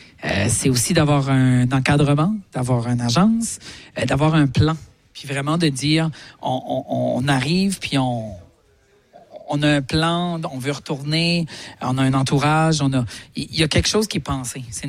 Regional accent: Canada; Et le sommet 2028 aura lieu chez nous, au Canada.

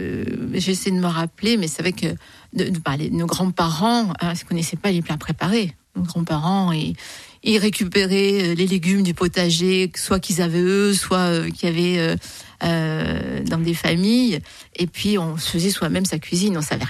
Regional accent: Avignon, Provence-Alpes-Côte d'Azur, France; born there; also born or lived in Besançon; Non, je suis née à Avignon. Voilà, j'ai des origines du Sud et espagnoles par mon père. Et la vie m'a amenée à Besançon et j'ai passé quand même une bonne vingtaine d'années à Besançon.

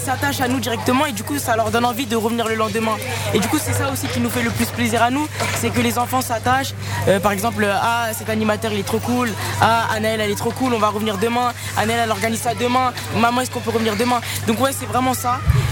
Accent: Vauréal, Île-de-France, France; on a grandi à Vauréal, on vit Vauréal. Et aujourd'hui on représente Vauréal

